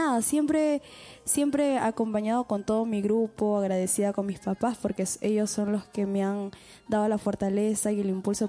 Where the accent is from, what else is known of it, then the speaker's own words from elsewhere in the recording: Quilcas, Junín, Peru; mi primera producción fue grabada en Huancayo, en el Valle del Mantaro, lo grabamos en mi pueblo que es Quilcas, con toda mi familia participando